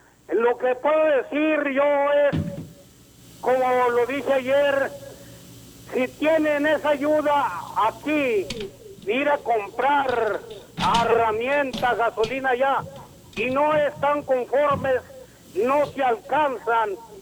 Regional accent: Batopilas, Coahuila, Mexico; Alguien dijo que me vine de Coahuila, sí, de un rancho a mucho orgullo, pegado a la sierra, Batopilas, Coahuila.

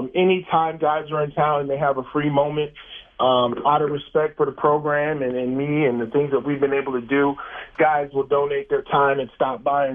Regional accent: Illinois, United States; now in Tucson, United States; Illinois, but I've been in Arizona much longer than I've been from Illinois. So I just tell people I'm from Tucson now.

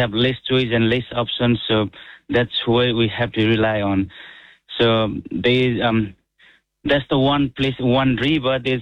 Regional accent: Nepal; I'm from Nepal

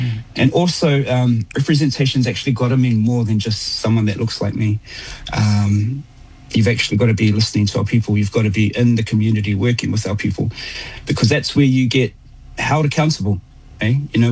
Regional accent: Auckland, New Zealand; establishing that obviously I'm Māori and Tongan. My Tongan family, we came from Vava'u, from Nelfon Holonga. And, you know, some of us migrated out to West Auckland and the rest of us came through to South Auckland.

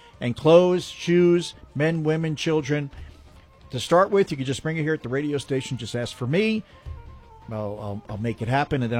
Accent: New Jersey, United States; I'm from New Jersey. So New Jersey, it was like, what's in it for me type of thing.

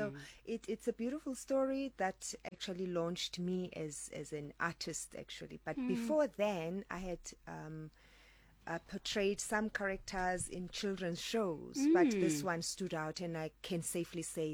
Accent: Ashton, Western Cape, South Africa; Yeah, it's actually the Western Cape. I come from the Grey Plains, so to speak. We are the wine producers, major wine producers of the country. I come from Ashton, a location called Zolani location.

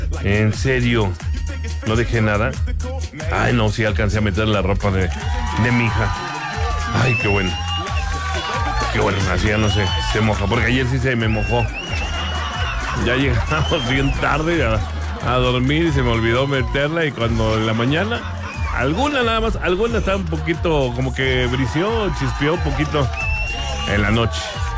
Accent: Mexico; now in Querétaro, Mexico; Es que cuando yo vine de México se echaba uno la pinta, pero cuando llegué aquí decían, ah, vamos a echarnos la gorda.

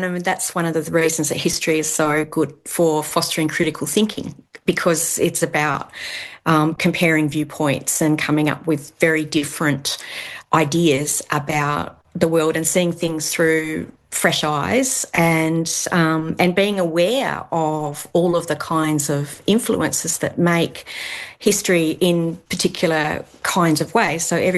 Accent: Tasmania, Australia; I was raised in Tasmania, and we were taught the dominant narrative

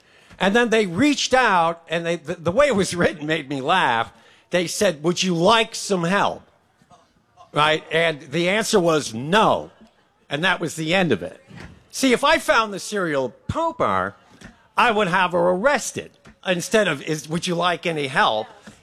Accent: Boston, Massachusetts, United States; I grew up in Boston.

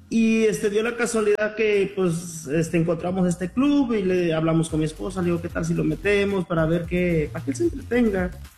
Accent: Guatemala; now in Phoenix, United States; en este caso yo soy de Guatemala, mi esposa es de México y pues Chris nacido acá

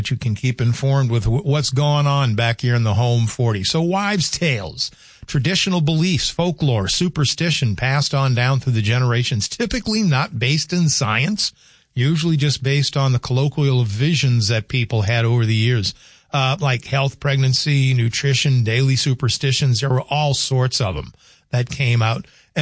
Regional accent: Louisiana, United States; growing up in the South, watermelon was not a luxury. It was a necessity because watermelon grows so well in South Louisiana, and we had watermelons all over the place

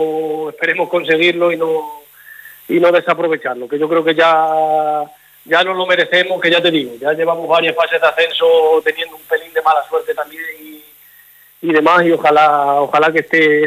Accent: Quintana de la Serena, Extremadura, Spain; born there; al final el pueblo te tira mucho, y decidí volver a mi pueblo

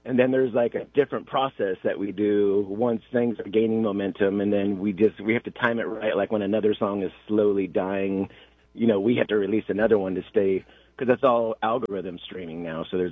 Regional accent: Nevada City, California, United States; born or raised there; moved away; also born or lived in Los Angeles, United States

